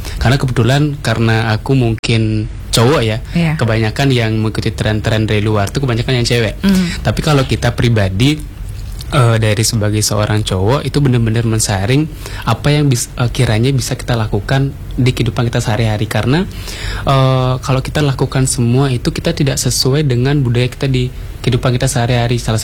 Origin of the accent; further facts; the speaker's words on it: Bali, Indonesia; nilai kita sebagai seorang orang Bali, anak muda Bali itu pasti akan hilang.